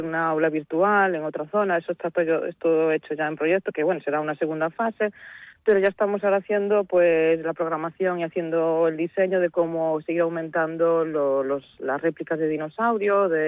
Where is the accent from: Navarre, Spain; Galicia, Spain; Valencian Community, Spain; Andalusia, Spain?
Galicia, Spain; Outeiro de Rei; yo soy de Utero de Rey